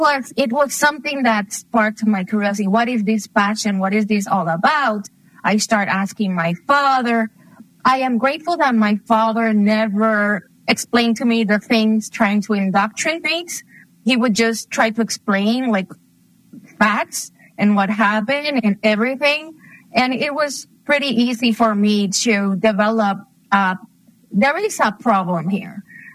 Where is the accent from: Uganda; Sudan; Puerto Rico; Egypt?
Puerto Rico; Arecibo; I am from Arecibo, Puerto Rico. Arecibo is a town in the north of the island.